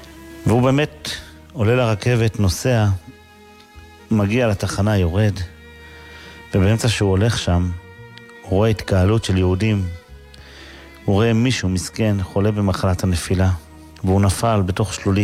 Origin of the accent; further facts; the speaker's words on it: Kiryat Ata, Haifa District, Israel; כשהייתי ילד קטן בקריית אתא